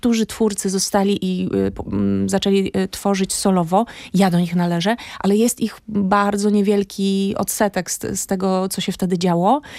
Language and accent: Polish; Łomża, Podlaskie Voivodeship, Poland; now in Warsaw, Poland; ja się wywodzę z Łomży, a tam to miasto nie jest zbyt duże i rzeczywiście można się wszędzie dostać w 15 minut. Ale od 20 lat, na Boga, mieszkam w Warszawie.